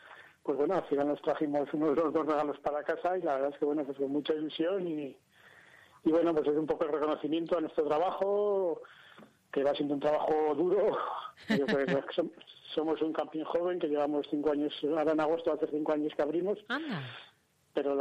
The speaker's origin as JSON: {"language": "Spanish", "town": "Pradoluengo", "region": "Castile and León", "country": "Spain", "tie": "born or raised there", "said": "Somos de aquí, del pueblo natal, somos de Batanes de Pradoluengo"}